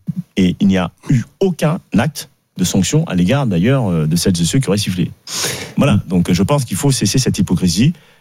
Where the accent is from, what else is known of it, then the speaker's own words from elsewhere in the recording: France; Je suis français à part entière. Et puis, je suis d'origine malienne